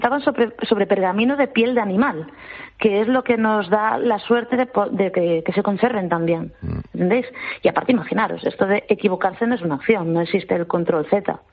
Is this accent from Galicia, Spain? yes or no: yes; Galicia, Spain